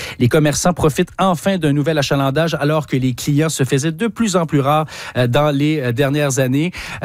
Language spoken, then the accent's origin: French; Rimouski, Quebec, Canada; Et moi, je viens de Rimouski